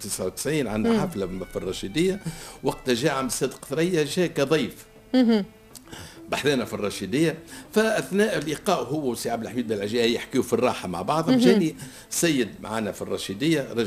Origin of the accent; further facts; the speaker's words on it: Tunisia; accent: Tunisian; نحن لهجتنا سهله اما لكن طريقة غنانا الغناء نتاعنا الأداء نتاعنا يختلف.